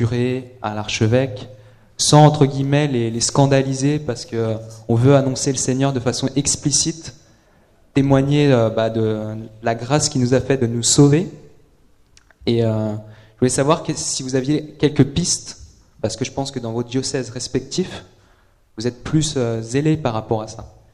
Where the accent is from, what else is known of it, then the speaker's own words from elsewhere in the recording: Reims, Grand Est, France; donc je viens de Reims